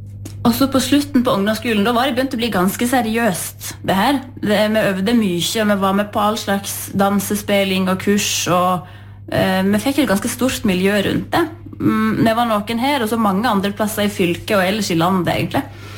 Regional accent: Jøstedalen, Vestland, Norway; Jeg kommer fra Jøstedalen, og jeg har vokst opp på Myklemyr, og der bodde jeg helt til jeg var 16, i lag med foreldre og en bror

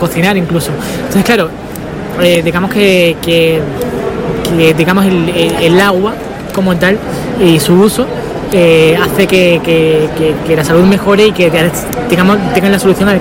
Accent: Málaga, Andalusia, Spain; yo soy andaluz de Málaga

